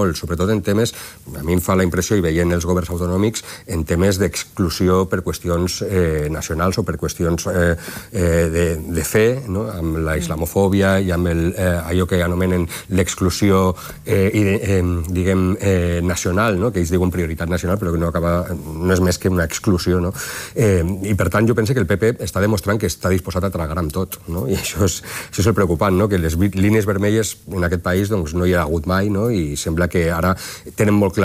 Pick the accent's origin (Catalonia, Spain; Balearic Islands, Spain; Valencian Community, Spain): Valencian Community, Spain; com a valencià